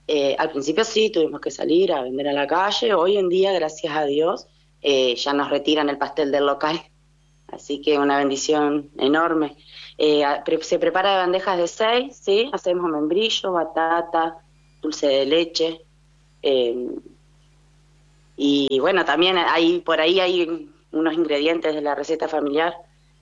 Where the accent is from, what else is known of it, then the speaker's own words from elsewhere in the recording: San Gustavo, Entre Ríos, Argentina; No, nosotros somos oriundos de San Gustavo, que es un pueblito muy chiquito.